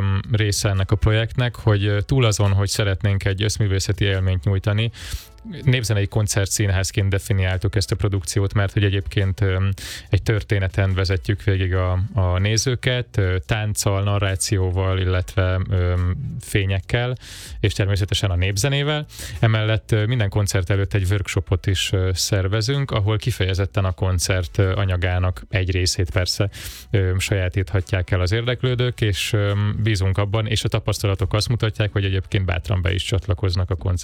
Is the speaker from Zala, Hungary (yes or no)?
yes; Zala, Hungary; Novan Lentitől 10 kilométerre töltöttem a gyerekkorom, Lentibe jártam általános iskolába